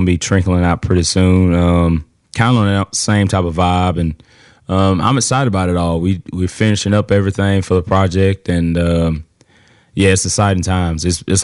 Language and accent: English; Alabama, United States; I grew up in a little town in Alabama called Ellick City.